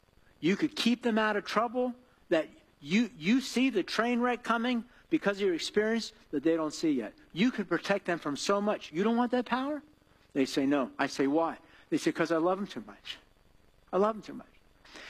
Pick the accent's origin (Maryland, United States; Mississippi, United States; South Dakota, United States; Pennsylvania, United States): Pennsylvania, United States; Lebanon; He said, where are you from? I said, Lebanon.